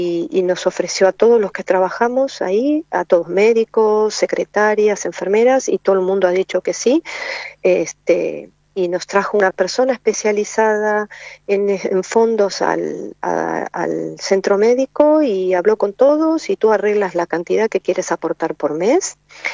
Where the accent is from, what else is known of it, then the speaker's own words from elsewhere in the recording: Argentina; moved away; en el pueblo, que es un pueblo chiquito donde vivimos, somos tres familias argentinas